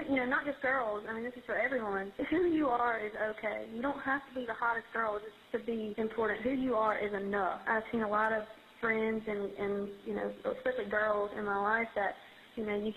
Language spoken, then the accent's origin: English; Greenville, North Carolina, United States; moved away as an adult; also born or lived in Raleigh, North Carolina; now in Nashville, United States; Originally Greenville, North Carolina, but Raleigh is my musical home.